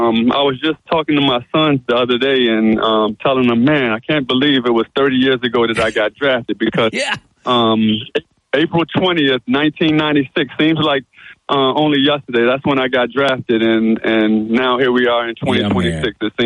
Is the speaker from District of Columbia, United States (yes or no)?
no; Richmond, Virginia, United States; all around here in my hometown of Richmond, Virginia, I just live right outside of Richmond and Chesterfield